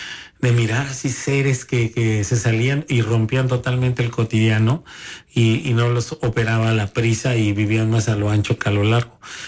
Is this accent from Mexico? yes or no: yes; Xalapa, Veracruz, Mexico; yo nací prácticamente en el Callejón del Diamante. Ajá. Y viví ahí en varias, bueno, primero hasta los 18 años.